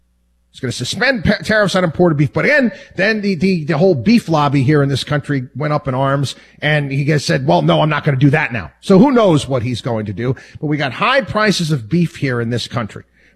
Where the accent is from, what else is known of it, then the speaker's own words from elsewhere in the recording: New York, United States; I grew up in New York.